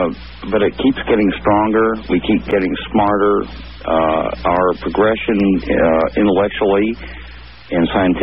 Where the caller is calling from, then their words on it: Sumter, South Carolina, United States; I'm in Sumter, South Carolina.